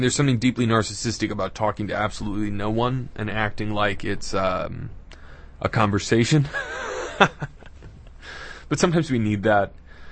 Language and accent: English; New York City, New York, United States; where I grew up in Park Slope.